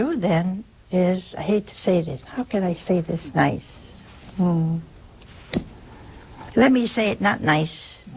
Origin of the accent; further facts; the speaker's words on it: Ohio, United States; Oh, hey, that's my home state.